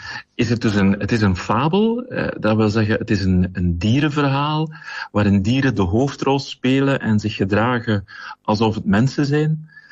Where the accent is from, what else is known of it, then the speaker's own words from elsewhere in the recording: Kortrijk, Flanders, Belgium; Ik ben afkomstig uit Kortrijk, gehuwd. Vader van drie bijna volwassen zonen.